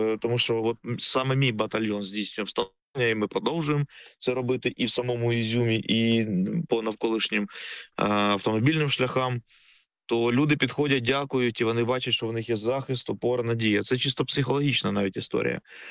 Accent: Pavlohrad, Dnipropetrovsk Oblast, Ukraine; Я сам родом з міста Павлоград

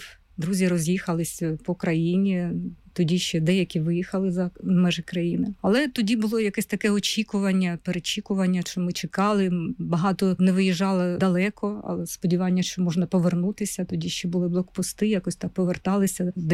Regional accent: Kurakhove, Donetsk Oblast, Ukraine; Я народилась в невеличкому містечку Курахове, там же поруч закінчила школу, але навчалася вже у місті Донецьк

